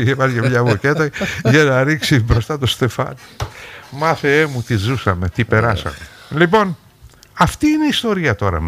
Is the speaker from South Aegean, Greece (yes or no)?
yes; Kalymnos, South Aegean, Greece; born there; now in Rhodes, Greece; Μπορεί να μην γεννήθηκα εδώ, εγώ είμαι Καλλίμνιος, γεννήθηκα στην Κάλυμνο.